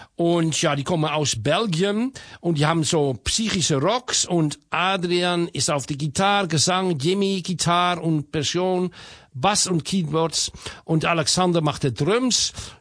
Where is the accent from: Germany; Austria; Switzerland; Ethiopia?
Switzerland; Und ich komme aus Neustelfort, Switzerland, das Kanton da.